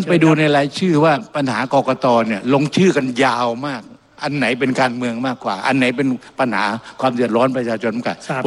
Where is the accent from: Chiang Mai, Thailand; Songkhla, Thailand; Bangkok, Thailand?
Songkhla, Thailand; ผมเป็นคนสงขลา